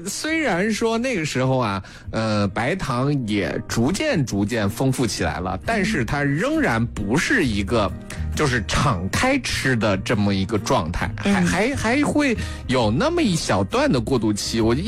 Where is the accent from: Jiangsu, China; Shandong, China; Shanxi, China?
Shanxi, China; 在山西啊。